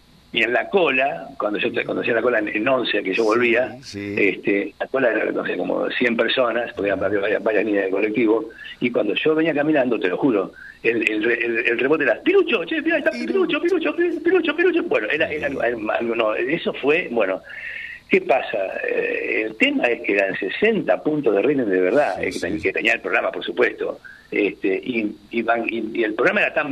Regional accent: Cañuelas, Buenos Aires Province, Argentina; yo soy de Cañuelas

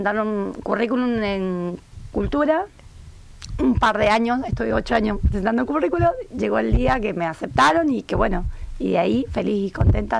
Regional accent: San Rafael, Mendoza, Argentina; moved away as an adult; now in Puerto Madryn, Argentina; yo vengo de Mendoza, de San Rafael. Vine hace un par de años, 20 años que estoy acá en Madryn, que me adoptó, que ya hice mi vida, mis hijos

